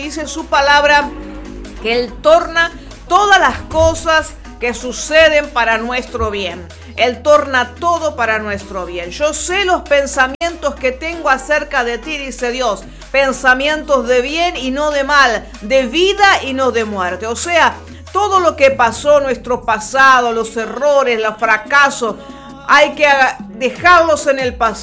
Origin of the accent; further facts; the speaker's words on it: Uruguay; Como buen uruguayo tomando un rico mate